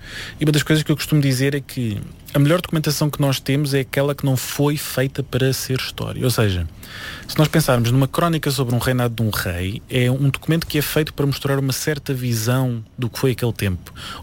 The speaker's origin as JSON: {"language": "Portuguese", "town": "Almada", "region": "Setúbal", "country": "Portugal", "said": "a minha terra da Almada"}